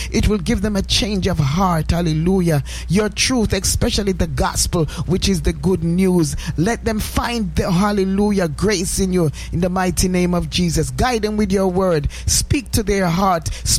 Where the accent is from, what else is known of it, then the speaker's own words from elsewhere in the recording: Spanish Town, Saint Catherine, Jamaica; Doreen and I grew up together in Spanish Town.